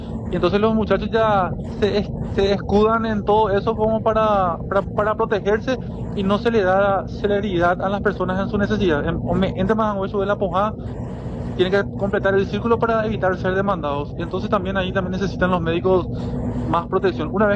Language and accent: Spanish; Paraguay; yo como paraguayo